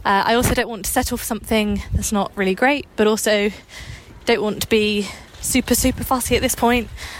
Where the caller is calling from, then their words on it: London, United Kingdom; I'm from London.